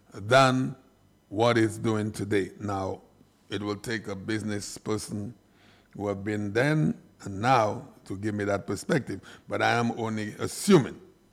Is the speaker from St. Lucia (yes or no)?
yes; Castries, St. Lucia; I grew up in the Castries Basin.